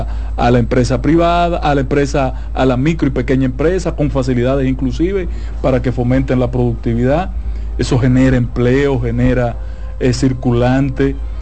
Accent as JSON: {"language": "Spanish", "town": "Santiago de los Caballeros", "region": "Santiago", "country": "Dominican Republic", "said": "yo soy un aldeano de Santiago"}